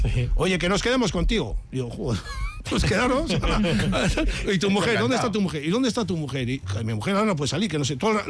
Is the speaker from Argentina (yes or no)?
no; San Sebastián, Basque Country, Spain; yo soy de Donostiarra, bueno, de aquí de Alza, tal, Donostiarra, la Real lo he mamado, yo jugaba fútbol hasta los 18